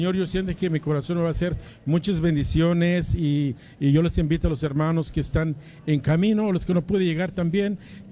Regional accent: Nebraska, United States; Pues yo vengo del estado de Nebraska, me pertenece de la Catedral de Santa María.

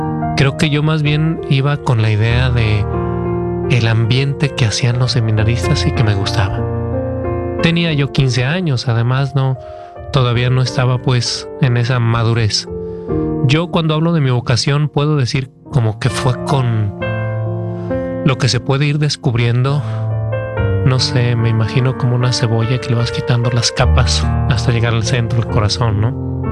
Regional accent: Jalisco, Mexico; Estar lejos de mi casa, de mi pueblo, irme a una ciudad que en aquel entonces, pues, para mí era completamente desconocida. Mi pueblo está como a 2 horas, pues, en automóvil de la ciudad de Guadalajara y yo nunca había ido a Guadalajara

